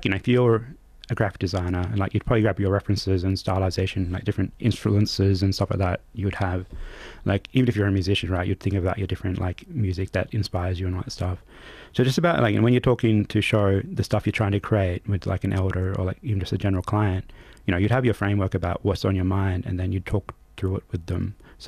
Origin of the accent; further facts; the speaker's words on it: Central Australia, Australia; also born or lived in Adelaide; I'm from Central Australia, so every time I worked down in Adelaide, right, like, I was a guest.